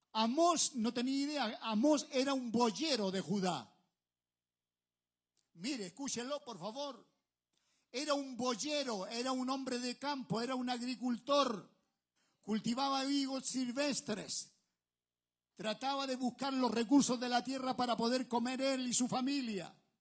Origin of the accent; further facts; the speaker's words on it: Chile; un guaso, le decimos allá en Chile